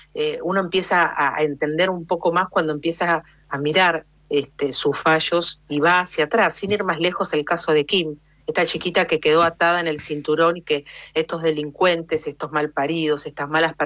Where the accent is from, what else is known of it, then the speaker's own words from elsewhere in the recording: Bernal, Buenos Aires Province, Argentina; Cerquita, fui a la escuela en Avellaneda, pero soy de Bernal, de partido de Quilmes, así que también tengo mi corazón.